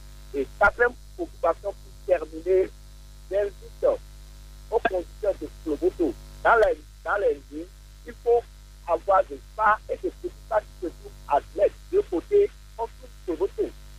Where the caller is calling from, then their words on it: Ouidah, Atlantique, Benin; depuis Ouida.